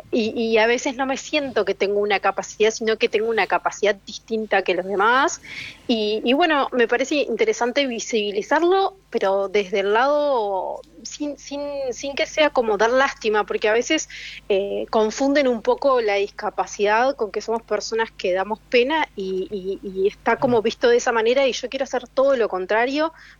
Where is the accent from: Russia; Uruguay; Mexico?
Uruguay; Soy uruguaya. En este momento estoy viviendo en Uruguay.